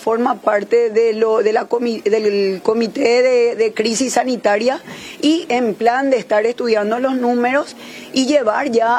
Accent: Paraguay; nosotros como ciudadanos paraguayos

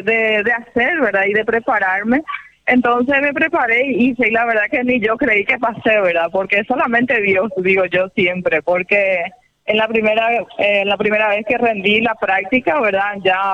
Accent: Paraguay; moved away as an adult; also born or lived in Spain / Brazil; Y es mi país y yo siempre estudié focada en querer venir a servir a mi pueblo, a mi patria, que es Paraguay

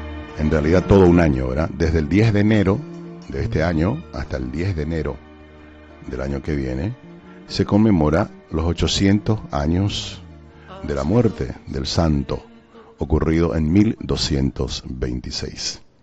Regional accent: Paraguay; queremos recordar nosotros esta fecha tan importante como paraguayos.

